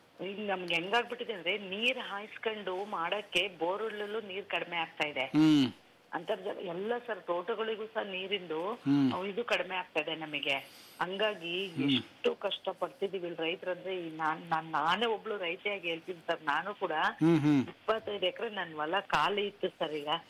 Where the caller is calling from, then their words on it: Nerlagundi, Karnataka, India; ಕಡೆ ಕುಂದೂರು, ಈ ಕಡೆ ದಾಗಿನಕಟ್ಟೆ, ಈ ಸೈಡ್ ಹೊನ್ನಾಳಿ, ಮಧ್ಯ ನಮ್ದು. ಇಂಟೀರಿಯರ್ ಸರ್ ತುಂಬಾ ಇದು ನಮ್ಮ ಹಳ್ಳಿ.